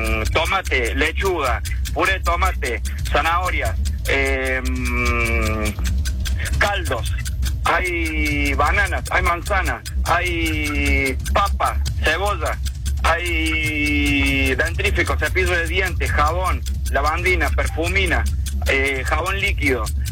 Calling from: Córdoba, Argentina; De barrio Marqués de Sobremonte.

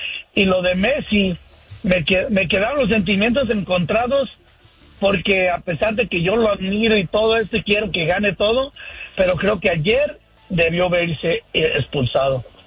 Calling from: Sacramento, California, United States; Aquí del estado más bonito de la Unión Americana.

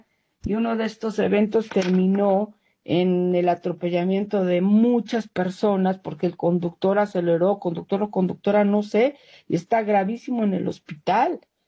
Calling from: Mexico City, Mexico; de Ciudad de México.

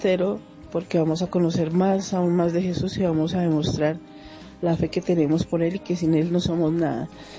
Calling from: Bogotá, Colombia; Me encanta lo de gospel. Estoy llamando desde Álamos, en Gativá

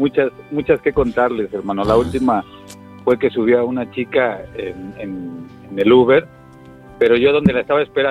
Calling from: Querétaro, Mexico; Bueno, ahorita estoy en Querétaro, hermano.

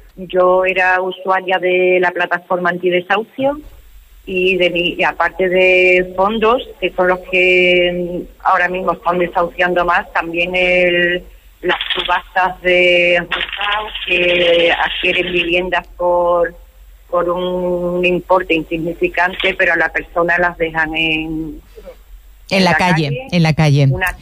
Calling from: Huelva, Andalusia, Spain; Soy de Huelva capital.

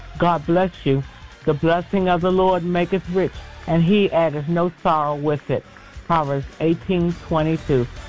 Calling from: Washington, District of Columbia, United States; from Washington, D.C.

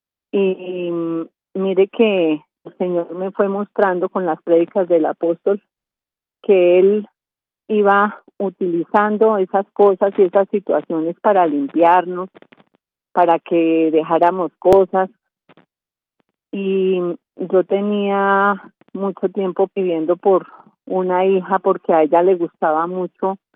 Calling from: Cajicá, Cundinamarca, Colombia; De Cajicá.

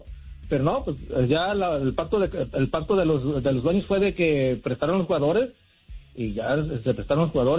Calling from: Chicago, Illinois, United States; De acá, de Chicago.

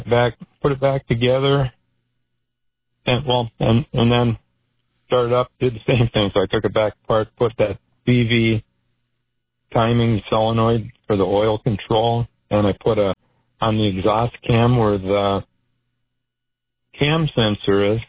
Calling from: Minnesota, United States; I listen from Minnesota.

